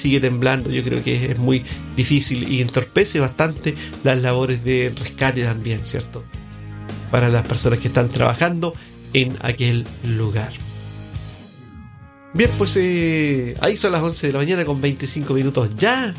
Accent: Chile; Como chilenos, nosotros somos un pueblo que sabemos de lo que estamos hablando.

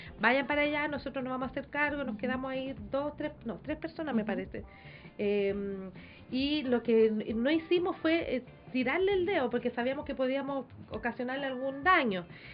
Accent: Calama, Antofagasta, Chile; yo soy de Calama.

